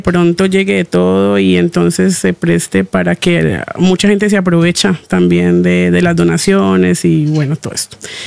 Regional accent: Palmira, Valle del Cauca, Colombia; yo soy de Palmira, cerca a Cali.

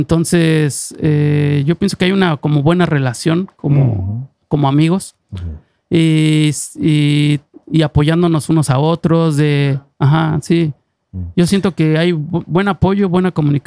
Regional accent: Mexico; moved away as an adult; now in Norway; soy DJ, vengo de México

